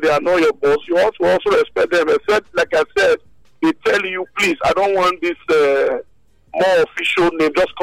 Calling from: Benin; Yeah, I'm calling from Benin.

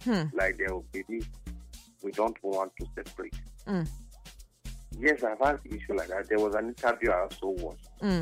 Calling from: Ibadan, Oyo, Nigeria; I'm calling from Ibadan.

